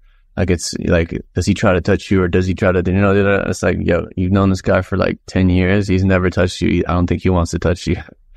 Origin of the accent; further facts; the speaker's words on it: United States; I'm from here. They're like, nah, where are you really from? And I'm like, I'm from here. I'm American. I was born in America.